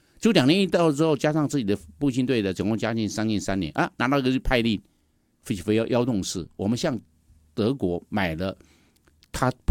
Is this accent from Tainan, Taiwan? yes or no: yes; Tainan, Taiwan; 我第一志愿填台南机场，因为我台南人啊。我当然填台南，离家近